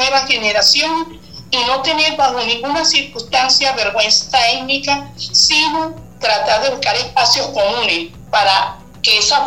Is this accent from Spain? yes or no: no; Venezuela; nosotros los venezolanos